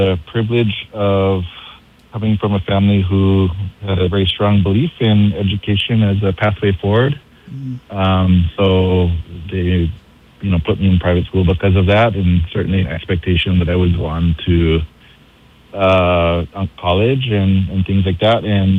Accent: Oahu, Hawaii, United States; also born or lived in Haena, Kauai; Certainly miss being on Kauai a lot. But no, I'm born and raised on Oahu. I had the honor and privilege of being out in Haena for a little more than a decade. And then, you know, for family reasons, I had to move back home to Oahu

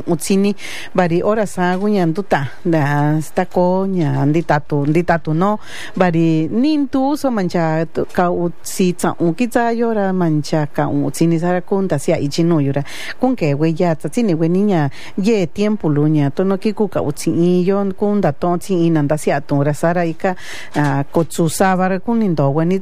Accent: Huajuapan de León, Oaxaca, Mexico; Quiero decir Meritito Huajuapan de León, pero no me dejó aclarar, Meritito Huajuapan de León, en el sentido de que pertenecemos, porque Huajuapan de León es nuestra capital

